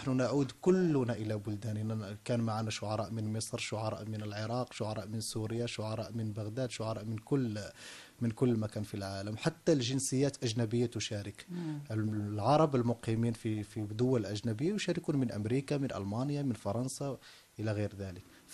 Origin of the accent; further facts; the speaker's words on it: Morocco; وأنا ذهبت ألبس لباس مغربي